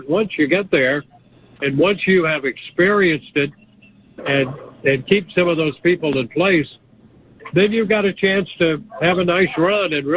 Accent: Midwest, United States; I grew up in the Midwest where baseball was really king

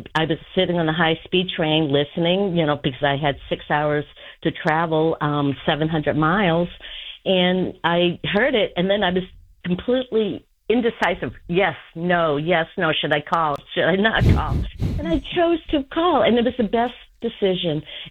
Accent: Canada; And my cousin, I'm from Canada. This is a very international affair, as you can see.

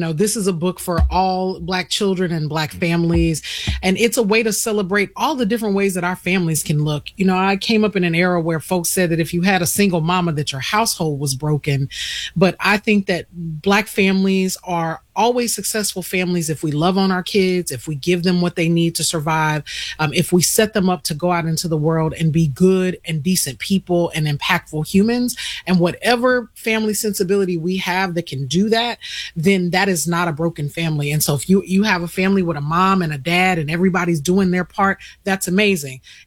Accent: Louisiana, United States; my life growing up as a small town Southern girl in Northern Louisiana

